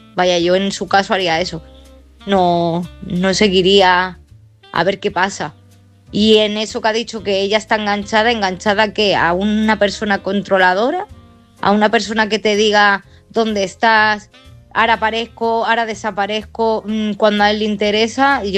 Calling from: Málaga, Andalusia, Spain; Hola, buenas noches, Álvaro, soy corresponsal de Málaga

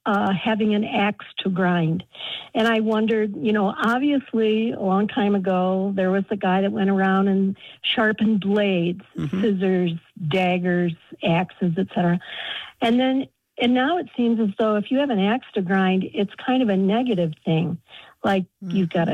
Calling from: Grand Rapids, Ohio, United States; I'm calling from Grand Rapids, Ohio. It's just a small community south west of Toledo, Ohio.

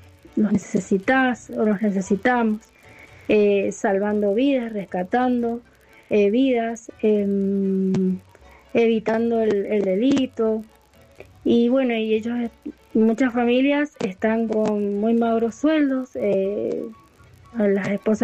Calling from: Godoy Cruz, Mendoza, Argentina; de Godecruz, Mendoza.

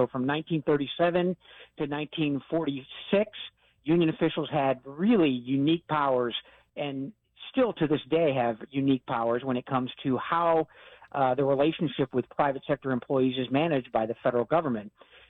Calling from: North Carolina, United States; Kevin, I am actually in North Carolina right now. I reside in Virginia, but I am out and about this week in North Carolina.

